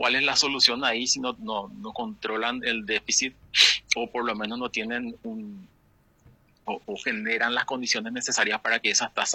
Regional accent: Paraguay; Nosotros de Paraguay

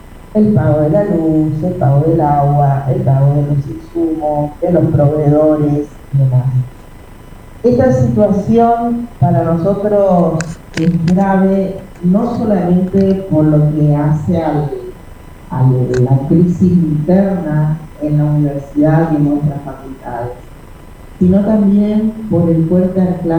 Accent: Oberá, Misiones, Argentina; Los que vivimos en Uberá, los que somos de Uberá, los que estamos en Uberá

